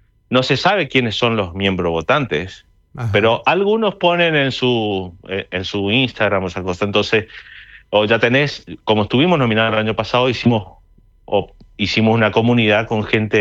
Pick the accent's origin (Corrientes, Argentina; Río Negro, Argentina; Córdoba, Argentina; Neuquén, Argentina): Corrientes, Argentina; Paso de los Libres; moved away as an adult; now in Broomfield, United States; yo soy de Paso Los Libres, o sea que yo me crié con el portugués.